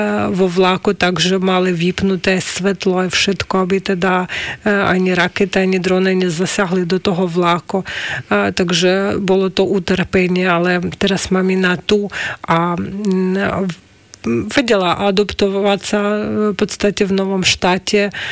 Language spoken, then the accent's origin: Slovak; Dnipro, Dnipropetrovsk Oblast, Ukraine; Slovak is a second language; moved away as an adult; now in Slovakia; v mojom rodnom meste Dnipro